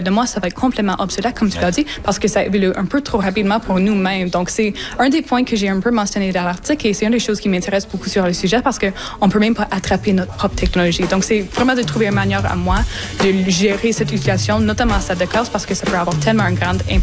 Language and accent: French; Manitouwadge, Ontario, Canada; French is a second language; je viens de Manitouage. J'ai déjà une zone qui est assez anglophone. Je dois même voyager un an juste pour fréquenter une école secondaire française.